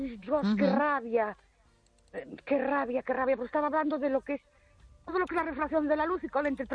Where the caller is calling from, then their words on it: Ourense, Galicia, Spain; de Ourense.